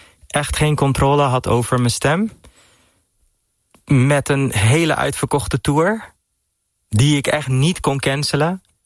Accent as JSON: {"language": "Dutch", "country": "Netherlands", "also_born_or_lived": "Dominican Republic", "said": "Als ik daar ben, denk ik, ik ben echt een Nederlander."}